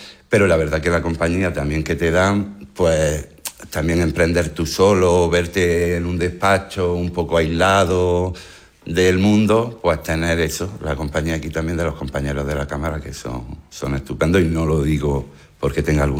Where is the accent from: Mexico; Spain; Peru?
Spain; Motril, Andalusia; moved away as an adult; yo era un inmigrante motrileño que se fue en la crisis, estuvo como unos 10 años fuera. Quería regresar a mi tierra